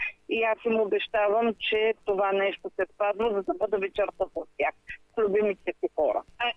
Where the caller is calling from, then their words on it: Asenovgrad, Plovdiv Province, Bulgaria; живея в Асеновград.